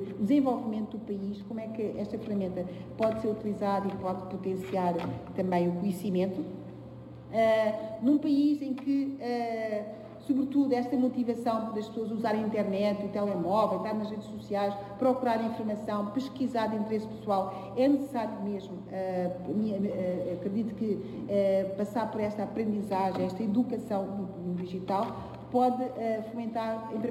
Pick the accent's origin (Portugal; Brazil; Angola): Angola; como angolana, com família em Angola